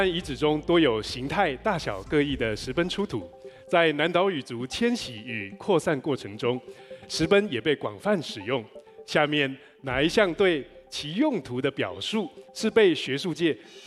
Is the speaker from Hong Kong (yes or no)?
no; Taiwan; moved away as an adult; now in Pingnan, China; 是屏南南岛语族溯源人 … 我来自台湾，来到这里工作已经六年了。